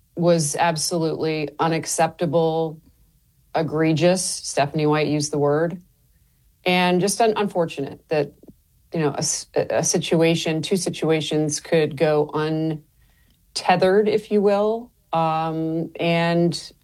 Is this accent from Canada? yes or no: yes; Canada; moved away; I'm originally from Canada.